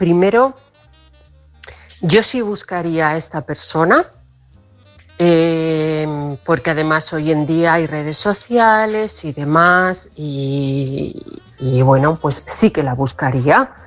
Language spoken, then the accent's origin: Spanish; Barcelona, Catalonia, Spain; born there; now in Toledo, Spain; aunque yo vivo en Toledo, pero yo nací en Barcelona de padres extremeños. Ellos se fueron a Barcelona a trabajar